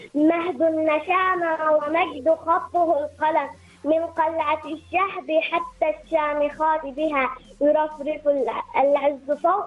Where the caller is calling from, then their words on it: Al Wafi, Ash Sharqiyah South, Oman; من ولاية الكامل والوافي، تحديدا في الوافي في حدر بلاد.